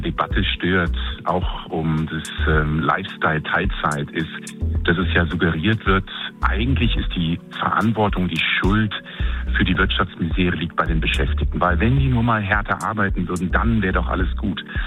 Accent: Germany; wir haben als Deutsche ungefähr 200, 210 Arbeitstage im Jahr

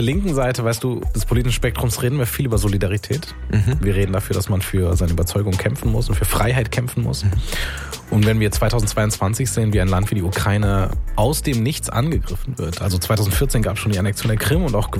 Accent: Wuppertal, North Rhine-Westphalia, Germany; Also ich bin in Wuppertal aufgewachsen, 13 Kilometer vom Wohnhaus der Familie Gensch entfernt, die angegriffen wurden.

